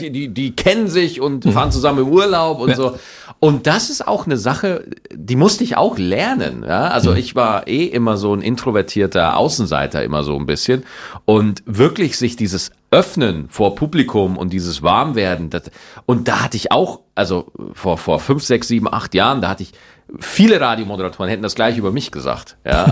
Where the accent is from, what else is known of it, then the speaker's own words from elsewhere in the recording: Bavaria, Germany; Aber je näher ich tatsächlich an meine Heimat Niederbayer komme, umso schneller hört man dann raus